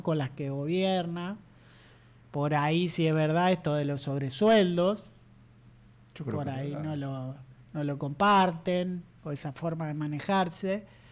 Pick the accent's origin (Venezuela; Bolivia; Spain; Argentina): Argentina; es la realidad que tenemos todos los argentinos.